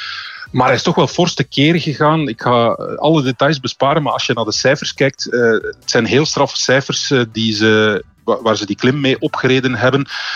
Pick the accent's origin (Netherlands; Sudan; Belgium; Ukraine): Belgium